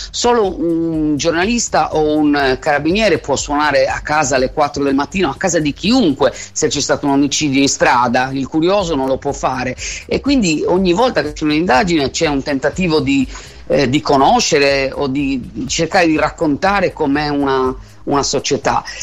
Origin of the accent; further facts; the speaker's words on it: Sardinia, Italy; siamo sardi noi che ci viviamo